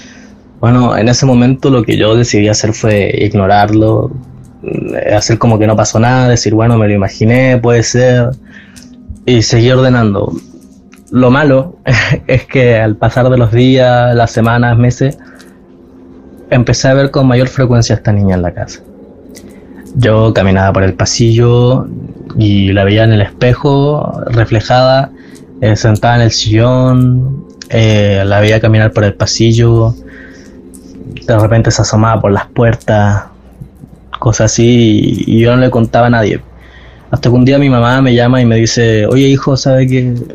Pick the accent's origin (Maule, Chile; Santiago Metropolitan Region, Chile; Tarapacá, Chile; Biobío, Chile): Tarapacá, Chile; Iquique; Mi mamá no es de acá, de Chile. Nosotros somos de Iquique. Ella no es de acá.